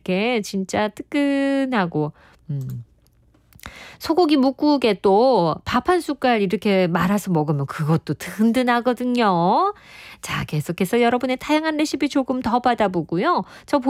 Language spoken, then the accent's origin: Korean; South Korea; 시래기 된장국은 우리는 정말 한국 사람으로서 이거 못 잃어요.